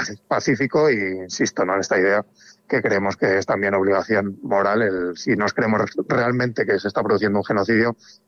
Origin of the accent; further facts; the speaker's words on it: Valladolid, Castile and León, Spain; somos de Valladolid.